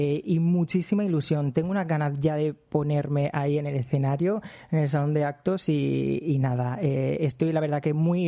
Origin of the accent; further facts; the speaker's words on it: Bullas, Region of Murcia, Spain; now in Madrid, Spain; representar a mi pueblo